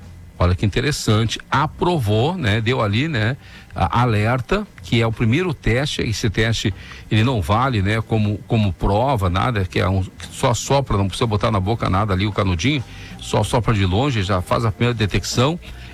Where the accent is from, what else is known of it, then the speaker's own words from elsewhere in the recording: Porto Alegre, Rio Grande do Sul, Brazil; Eu sou da Zona Sul de Porto Alegre. Aqui na bairro Cristal, Camaquã, Tristeza, essa região cavalhada que eu me criei